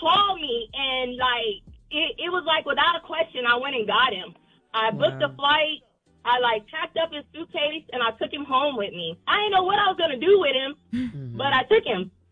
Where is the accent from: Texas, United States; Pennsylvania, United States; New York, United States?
Texas, United States; San Antonio; now in Fayetteville, United States; I'm 43 years old, originally from San Antonio, Texas. I live in Fayetteville now, due to the military.